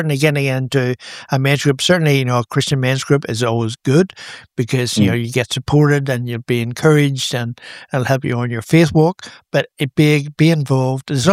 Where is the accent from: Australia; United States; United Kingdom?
Australia